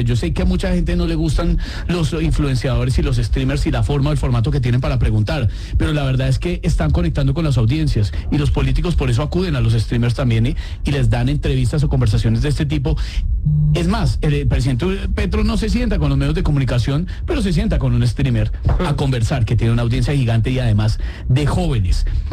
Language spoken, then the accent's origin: Spanish; Bogotá, Colombia; accent: rolo; que se me salía mucho dos dejes de dos cositas que uno habla mucho como rolo.